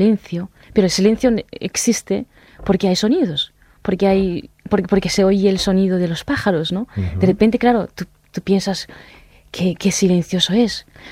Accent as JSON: {"language": "Spanish", "country": "Japan", "said": "cada vez pienso que soy japonesa, ¿no? A lo mejor esto viene de mi abuela, de mi tatarabuelo."}